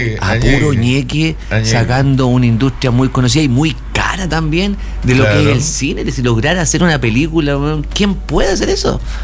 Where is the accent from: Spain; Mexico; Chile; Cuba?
Chile; Buenos anfitriones somos los chilenos.